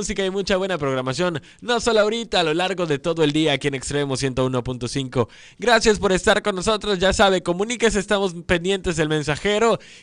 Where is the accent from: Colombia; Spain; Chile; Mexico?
Mexico; la independencia de nuestro país, la independencia de México.